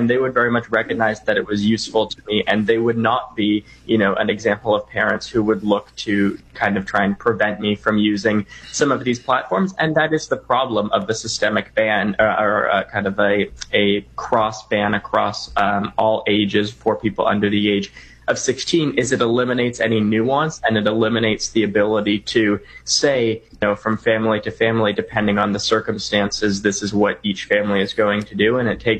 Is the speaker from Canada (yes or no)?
yes; Canada; Yeah, or my home country of Canada either